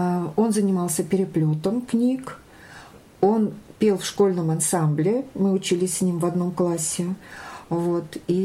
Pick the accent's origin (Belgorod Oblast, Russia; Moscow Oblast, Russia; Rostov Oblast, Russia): Moscow Oblast, Russia; Klovo; Нет, я родилась в Подмосковье, Нарофоминский район. Я родилась в деревне, которая имеет... Вернее, выросла в деревне, которая имеет такое необычное название – Клово.